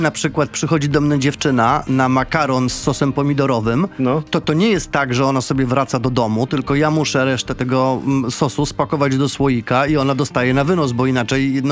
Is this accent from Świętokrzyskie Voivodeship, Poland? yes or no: no; Zamość, Lublin Voivodeship, Poland; now in Warsaw, Poland; Ja z domu, z rodzinnego zamościa, w którym mieszkam, nie wyjadę bez słoika.